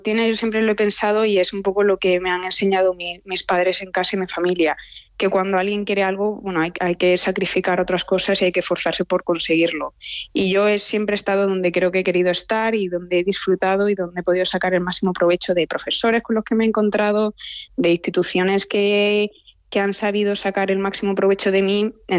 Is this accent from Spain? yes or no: yes; Spain; moved away as an adult; now in Boston, United States